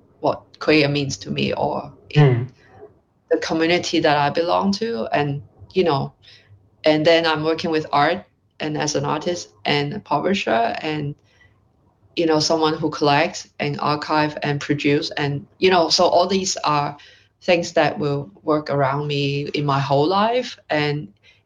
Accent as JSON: {"language": "English", "country": "Hong Kong", "said": "I am someone from Hong Kong, and so like a place which you came from represent certain things, right? Like politically, socially, and obviously there is a long history of Hong Kong"}